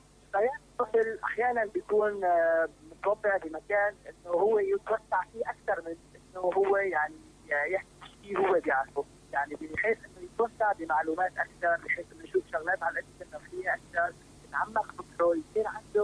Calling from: Aleppo, Aleppo Governorate, Syria

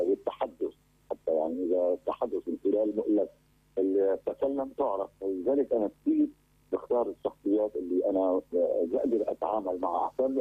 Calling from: Aleppo, Aleppo Governorate, Syria

